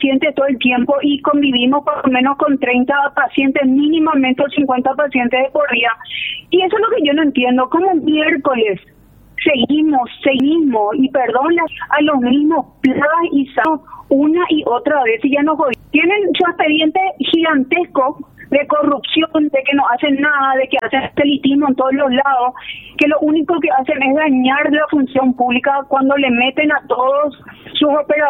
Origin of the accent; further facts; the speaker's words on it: Paraguay; todos nosotros como paraguayos